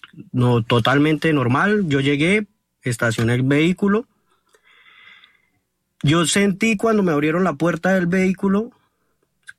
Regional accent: Bucaramanga, Santander, Colombia; pues yo soy de aquí, de Bucaramanga. Hay un pueblo que queda cerca, que es de Lebrija.

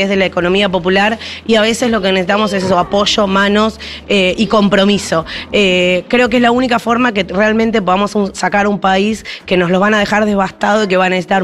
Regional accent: Argentina; Lo mejor que tiene este país somos nosotros, los argentinos

